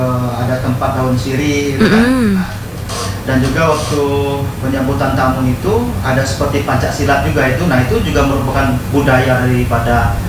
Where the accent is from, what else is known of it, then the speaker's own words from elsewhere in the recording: Bengkulu, Indonesia; Tapi secara global bahwa kita suku Rejang ini di mana mempunyai budaya di mana sopan santun dikedepankan, lalu apa namanya itu menghormati orang tua, gotong royong, itu sebenarnya budaya kita orang Rejang waktu itu.